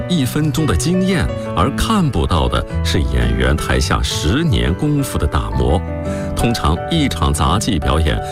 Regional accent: Yinchuan, Ningxia, China; 我是来自宁夏银川市，今天感受了一下这里面的这个氛围特别好

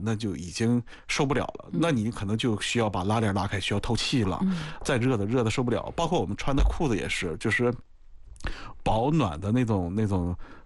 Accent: Dalian, Liaoning, China; moved away; 因为我们老家是大连的，我老家大连的时候正常冬天也就在零下七八度，偶尔说来一场寒流，可能12度，最冷最冷到15-16度，已经非常非常冷了，我们都觉得已经就太冷了，受不了这种了，平常就是零上到零下七八度这种

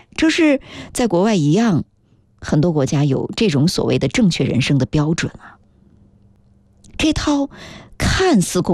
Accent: China; 我们中国人

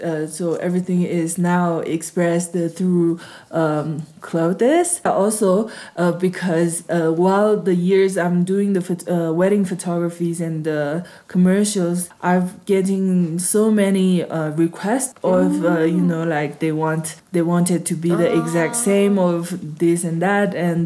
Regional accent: Lhasa, Tibet, China; born or raised there

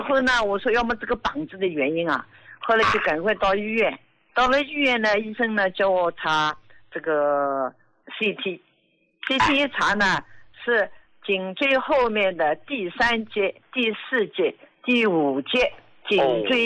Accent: Jiangsu, China; 我今年73岁，我是江苏的。

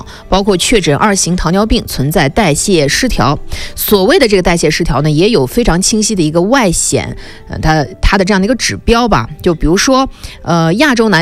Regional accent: China; 这个是我们中国人

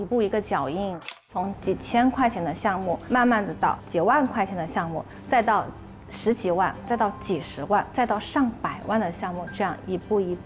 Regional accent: Liuyang, Hunan, China; born or raised there; moved away as an adult; also born or lived in Beijing

